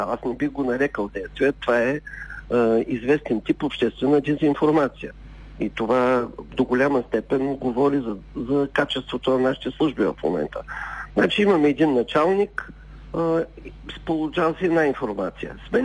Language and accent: Bulgarian; Plovdiv, Plovdiv Province, Bulgaria; в моята махала в Пловдив, аз съм израснал в центъра на Пловдив